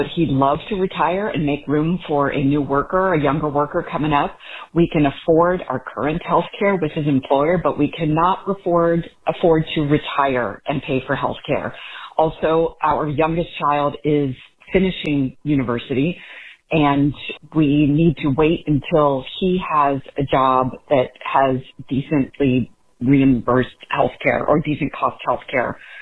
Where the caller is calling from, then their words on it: Ohio, United States; I'm calling from Ohio.